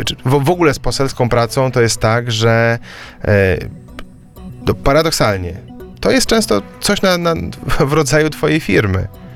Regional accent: Mińsk Mazowiecki, Masovian Voivodeship, Poland; Ja sam zresztą pochodzę z Mińska Mazowieckiego, byłem samorządowcem w powiecie mińskim, jestem patriotą powiatu mińskiego.

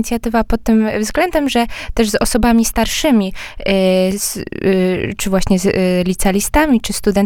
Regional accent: Lesser Poland, Poland; bo ja akurat z Małopolski pochodzę, więc tam przy parafii świętej Jadwigi się angażowaliśmy

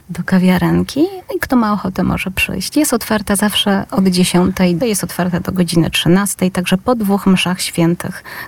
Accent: Garwolin, Masovian Voivodeship, Poland; also born or lived in Warsaw; now in Józefów, Poland; Przeprowadzka z Warszawy, ale też z tego względu, że pochodzę z Garwolina, również z parafii Matki Bożej Częstochowskiej.

